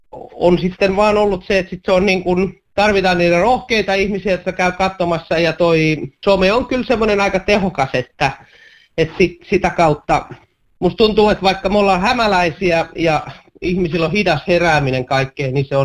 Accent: Lahti, Päijät-Häme, Finland; mä olen itse lahtelainen

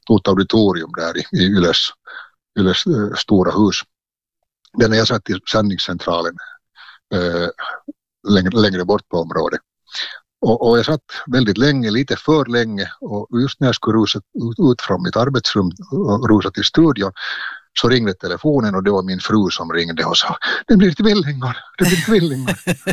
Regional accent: Uusimaa, Finland; Jo, jag flyttade från Västnyland till, eller vi flyttade från Västnyland till Östnyland när jag det där just fylla 7. Och så började jag i folkskola i Tolki svenska folkskola.

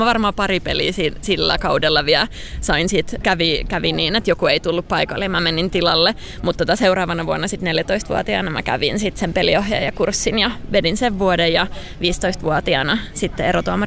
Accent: Salo, Southwest Finland, Finland

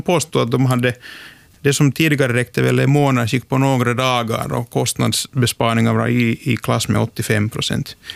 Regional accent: Pori, Satakunta, Finland; jag är själv från Björneborg, så den här tröskeln går ihop med Rauma

